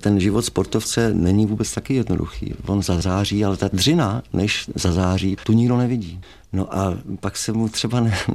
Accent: Moravia, Czechia; moved away; jsme oba původem z Moravy

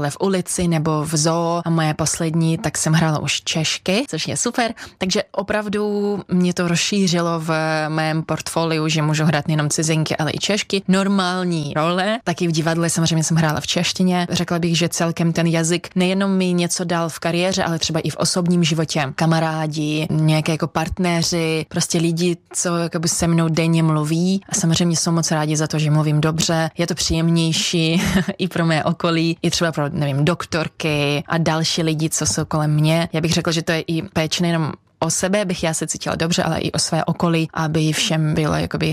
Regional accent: Magnitogorsk, Chelyabinsk Oblast, Russia; Czech is a second language; moved away as an adult; also born or lived in Zlín; now in Czech Republic; Vlastně od 12 už jsem hrála v divadle ve svém rodném městě Magnitogorsku. Pak jsem jela do Česka studovat, vystudovala jsem animaci ve Zlíně

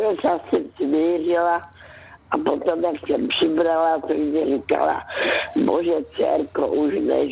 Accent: Karolinka, Zlín Region, Czechia; já jsem dcerka z Valašska, která se narodila v Karolínce, kde je hrozně pěkné, aspoň mi se tam vždycky líbilo. To není daleko od Vizoviče.

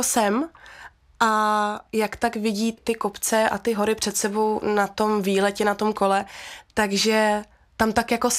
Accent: Prague, Czechia; born there

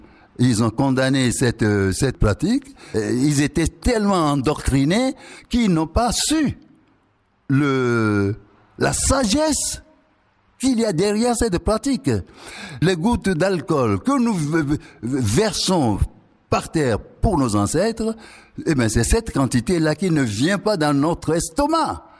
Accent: Togo; French is a second language; Je n'ai jamais vu ça chez moi au Togo.

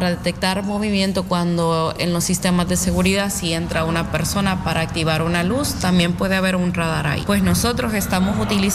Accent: Honduras; now in Ostrava, Czechia; Soy hondureña, pero soy científica de corazón

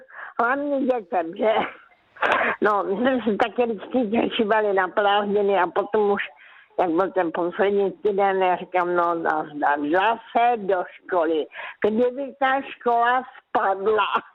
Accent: Karolinka, Zlín Region, Czechia; moved away; já jsem se narodila v Karolince, to byla vesnice, když jsem se já narodila

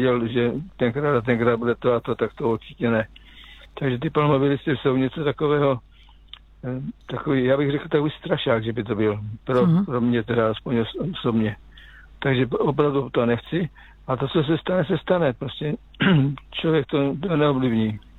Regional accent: Žeravice, South Moravian Region, Czechia; now in Kopřivnice, Czechia; já jsem v Teraz Kopřivnici, ale vyrůstal jsem v Žeravicích, takže to je 6 km od Brzence.

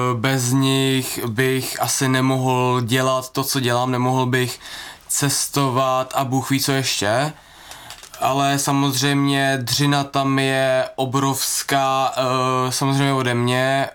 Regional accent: Sezemice, Pardubice Region, Czechia; born there; Ano, jsem z Pardubic, přesněji přímo ze Sezemic. Mm-hmm. A narodil jsem se v Pardubicích

